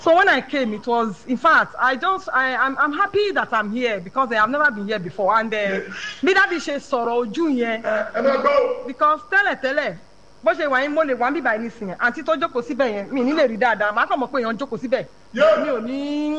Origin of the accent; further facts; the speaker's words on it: Ikotun, Lagos, Nigeria; Mo wá láti Ìkọ̀tú.